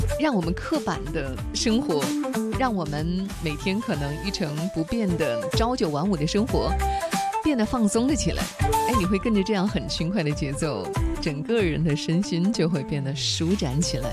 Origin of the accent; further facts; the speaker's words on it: Zhenjiang, Jiangsu, China; accent: Zhenjiang dialect; 我也忍不住要说两句镇江话。马马虎虎在我的家乡怎么说？